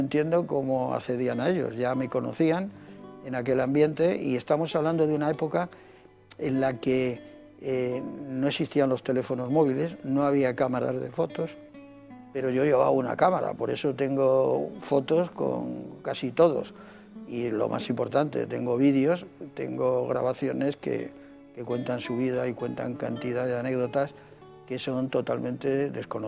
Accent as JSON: {"language": "Spanish", "country": "Spain", "said": "ya entro en una etapa que me voy haciendo mayor y claro, yo recuerdo también como ciudadano español"}